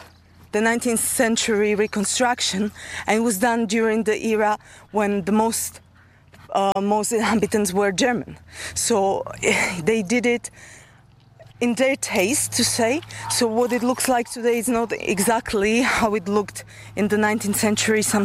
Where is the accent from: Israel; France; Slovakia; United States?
Slovakia; also born or lived in Ireland; now in Holašovice, Czechia; I'm from Slovakia